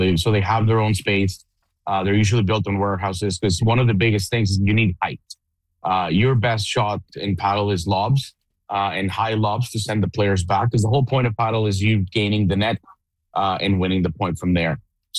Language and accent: English; Mexico; English is a second language; So I was born and raised in Mexico. So I started now. Let me rephrase that. I was born in a tennis court in Mexico.